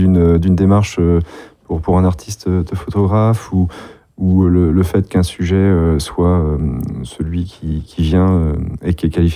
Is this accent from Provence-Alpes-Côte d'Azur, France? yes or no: no; Rennes, Brittany, France; now in Brest, France; parce que je suis rennais d'origine et j'ai pu plonger, mes premières amours remontent à Saint-Malo il y a à peu près 20 ans.